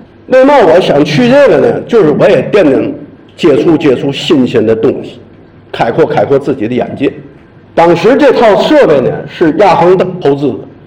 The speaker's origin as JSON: {"language": "Chinese", "country": "China", "said": "作为一个中国人"}